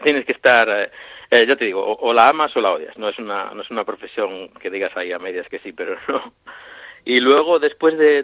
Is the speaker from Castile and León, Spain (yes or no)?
yes; Ponferrada, Castile and León, Spain; also born or lived in Ferrol; Yo nací en Ferrol, yo tengo 39 años, y nací en Ferrol, pero muy, muy de chiquitito nos mudamos a vivir a Ponferrada, Castilla y León.